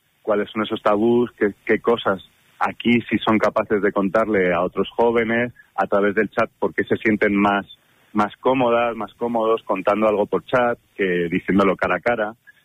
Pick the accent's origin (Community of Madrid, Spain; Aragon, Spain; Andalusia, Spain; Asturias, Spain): Community of Madrid, Spain; Madrid; now in Navarre, Spain; Sí, claro, yo vengo de Madrid.